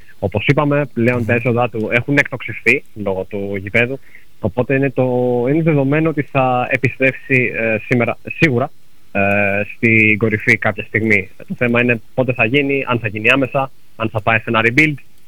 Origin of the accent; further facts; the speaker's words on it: Greece; μας συγχαίνεται σαν Έλληνες